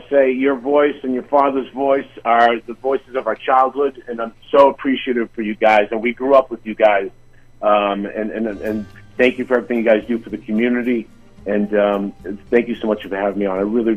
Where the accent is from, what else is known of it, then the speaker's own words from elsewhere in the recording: Norwood, Massachusetts, United States; now in California, United States; You know, I grew up in Norwood. You know, Agios Nestorios is where we all went to church, and when we went to Greek school